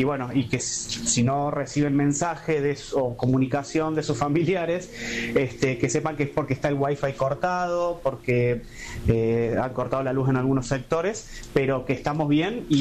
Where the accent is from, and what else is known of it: Córdoba, Argentina